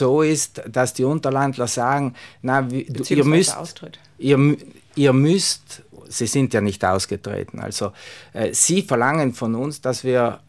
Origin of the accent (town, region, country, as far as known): Trentino-Alto Adige, Italy